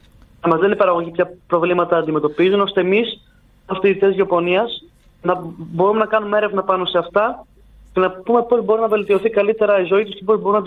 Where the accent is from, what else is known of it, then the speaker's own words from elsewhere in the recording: Volos, Thessaly, Greece; είμαστε από τη Θεσσαλία και από το Βόλο